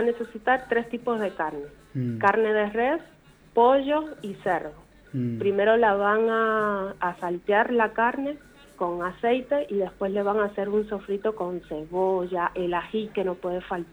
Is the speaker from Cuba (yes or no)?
yes; Cuba